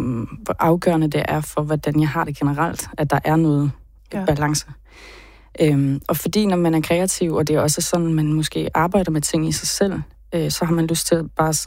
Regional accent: Jutland, Denmark; hvor jeg flyttede til København. Jeg er fra Jylland.

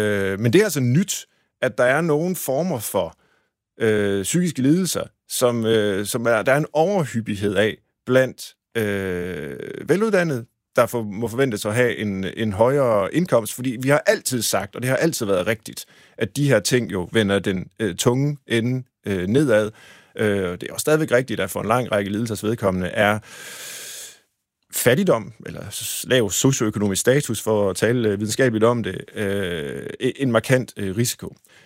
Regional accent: Tjørring, Central Denmark Region, Denmark; jeg er vokset op ved Gøstrup, altså i Tjørring, men det ligger lige ved siden af, og vi legede på engen, som førte os ned til Gøstrup.

